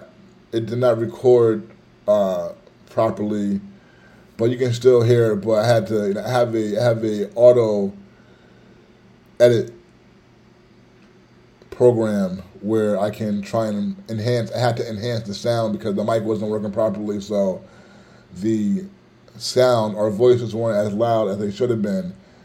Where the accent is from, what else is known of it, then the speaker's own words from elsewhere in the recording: New York, United States; I'm from New York, grew up a big baseball fan, and I've been covering the game for several years now.